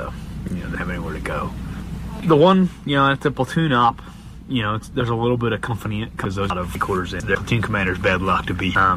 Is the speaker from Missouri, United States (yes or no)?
no; Annapolis, Maryland, United States; And then I grew up near the Naval Academy in Annapolis.